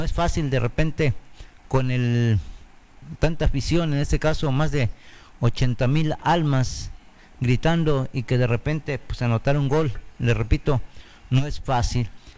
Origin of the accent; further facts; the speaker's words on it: Mexico; se vale soñar, somos mexicanos y qué tal si en verdad se hace realidad ese sueño